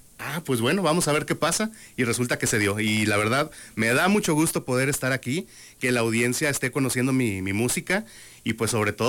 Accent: Saltillo, Coahuila, Mexico; Bueno, pues nací aquí en Saltillo, Coahuila. Estuve rondando en varios lugares durante mi infancia, mi juventud, principalmente en la parte poniente de Saltillo, y actualmente vivo hacia el oriente de Saltillo, pero sí, soy 100% saltillense.

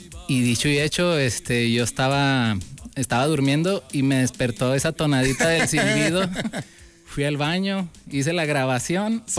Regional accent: Saltillo, Coahuila, Mexico; also born or lived in Monclova / Monterrey; Nací en Monclova, mi papá es de aquí de Saltillo, mi mamá es de Monclova.

